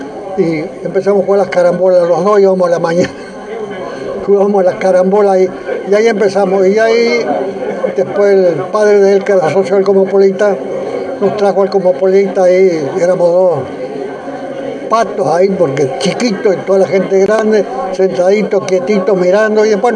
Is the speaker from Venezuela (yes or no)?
no; San Justo, Santa Fe, Argentina; yo nací, me crié acá en San Justo